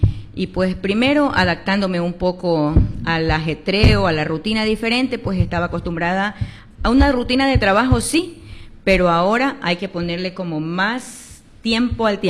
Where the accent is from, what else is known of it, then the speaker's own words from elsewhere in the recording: Manabí, Ecuador; como ciudadanos manabitas, como ecuatorianos